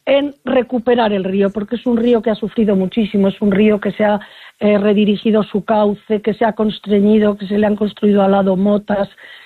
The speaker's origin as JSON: {"language": "Spanish", "town": "Soria", "region": "Castile and León", "country": "Spain", "said": "aunque los sorianos siempre somos acogedores"}